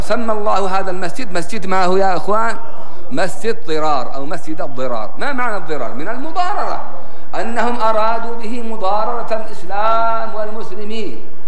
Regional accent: Yemen; عندنا في اليمن

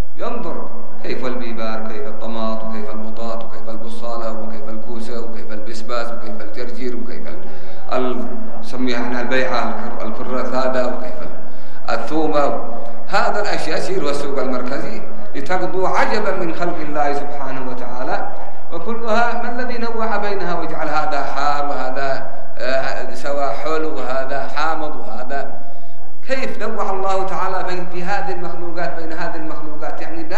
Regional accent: Yemen; ما أدري عندنا في اليمن فقط أم في العالم بأسره

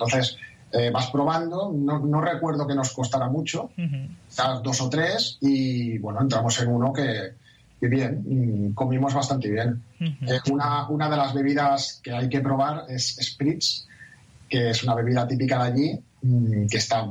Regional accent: Barcelona, Catalonia, Spain; Es muy parecido para la gente como yo, que somos de Barcelona, sería comparable a Montjuïc.

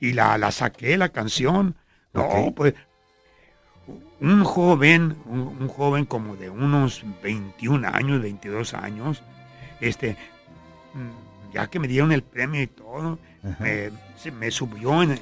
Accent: Puerto Vallarta, Jalisco, Mexico; moved away; yo empecé a cantar allá en mi tierra, en Vallarta.

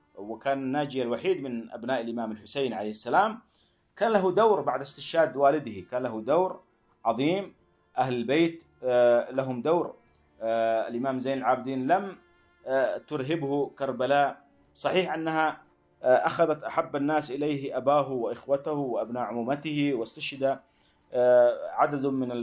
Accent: Yemen; حلية دمائنا نحن كيمنيين

